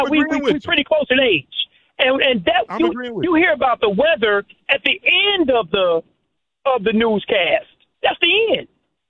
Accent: Englewood, Illinois, United States; now in Houston, United States; I'm down here in Houston, Texas, right? That's where I live now, but I grew up in Inglewood.

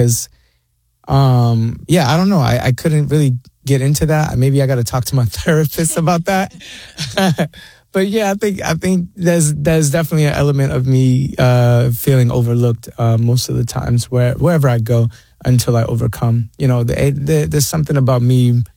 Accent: Boston, Massachusetts, United States; also born or lived in Taunton; I was born and raised in Boston.

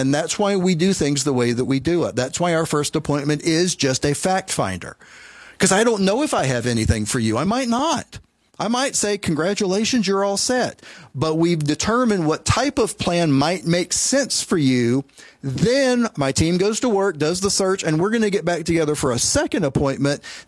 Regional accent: Tennessee, United States; in my home state of Tennessee

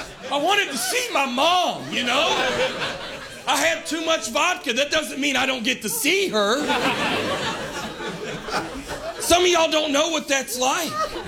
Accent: Alabama, United States; moved away as an adult; now in Denver, United States; Nice to meet you. I'm originally from Alabama. I moved to Denver about 9 years ago

